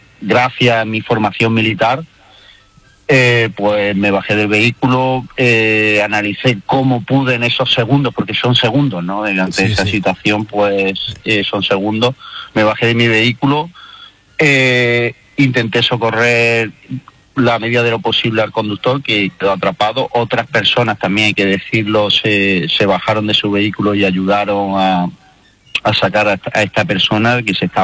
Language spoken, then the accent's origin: Spanish; Loja, Andalusia, Spain; now in Almería, Spain; soy natural de Loja y resido actualmente en Almería.